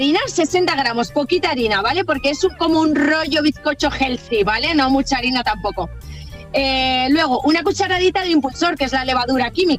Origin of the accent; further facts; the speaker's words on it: Ciudad Real, Castilla-La Mancha, Spain; todos son de Albacete y yo soy de Ciudad Real.